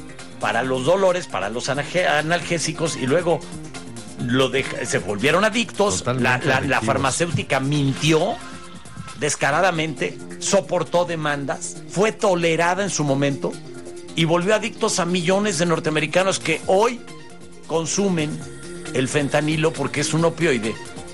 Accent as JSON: {"language": "Spanish", "country": "Mexico"}